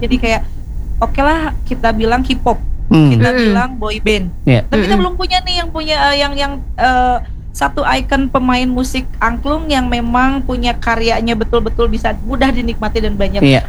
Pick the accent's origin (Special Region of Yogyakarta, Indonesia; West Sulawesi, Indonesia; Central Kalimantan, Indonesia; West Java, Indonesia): West Java, Indonesia